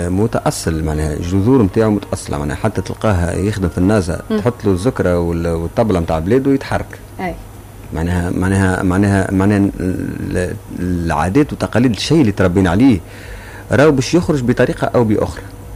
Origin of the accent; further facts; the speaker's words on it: Tunisia; ربطتني بطاقة تعريف تونسي.